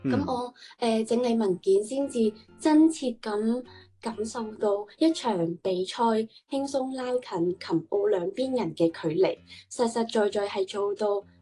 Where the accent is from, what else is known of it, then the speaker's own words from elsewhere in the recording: Macau; 我来自澳门，今年6月先啱啱系暨南大学体育教学专业毕业。